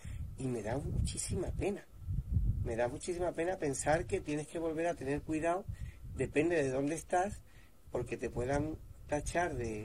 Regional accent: Spain; si facha es sentirme orgulloso de ser español, entonces soy facha

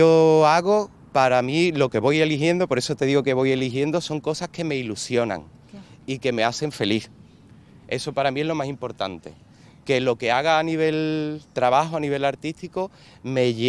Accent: Seville, Andalusia, Spain; De Andalucía en general, pero yo quiero vivir en mi tierra.

